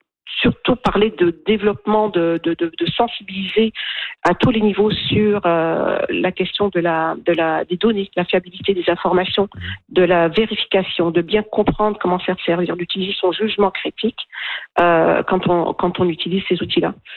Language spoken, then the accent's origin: French; Quebec, Canada; moi je viens du Québec